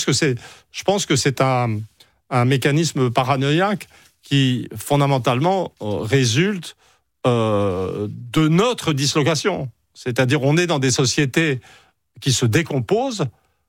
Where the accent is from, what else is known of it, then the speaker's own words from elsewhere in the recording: France; la réalité, c'est que je suis un Français rien d'autre, et un occidental, je dirais, vraiment.